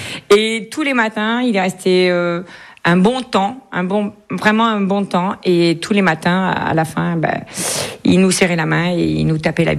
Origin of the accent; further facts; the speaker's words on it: L'Isle-Adam, Île-de-France, France; born there; moved away as an adult; now in Perpignan, France; je suis née à Lille-Adam. Dans le 95, j'ai un papa parisien qui était militaire, une maman alsacienne qui était femme de ménage. Je suis arrivée sur Perpignan à l'âge de 19 ans.